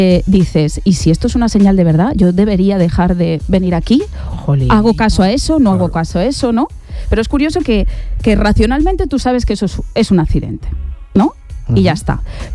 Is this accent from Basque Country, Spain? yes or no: no; Calvià, Balearic Islands, Spain; moved away; Yo tenía 15 años. Yo colaboraba en una radio de estas locales de ahí de mi pueblo, de Calvía